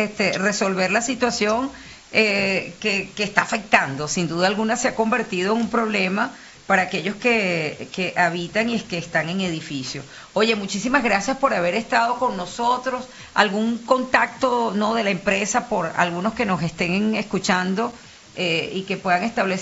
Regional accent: Venezuela

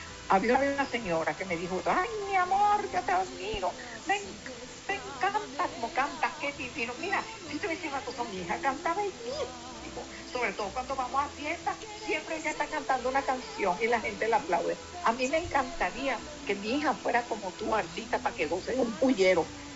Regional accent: Venezuela; now in Madrid, Spain; yo sé que los venezolanos somos venezolanos a uno, mi amor. Yo creo en mi país con o sin razón, yo creo en mi país.

